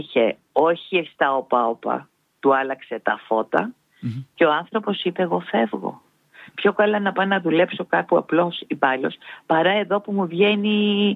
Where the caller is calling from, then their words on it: Piraeus, Attica, Greece; είμαι Πειραιώτισσα